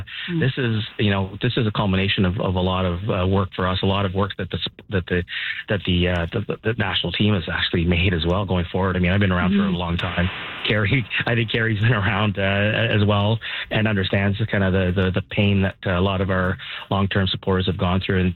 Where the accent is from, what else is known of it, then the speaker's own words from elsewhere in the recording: Ottawa, Ontario, Canada; now in Vancouver, Canada; I'm from Ottawa, and I don't want to go to LA. I want to stay here in Vancouver.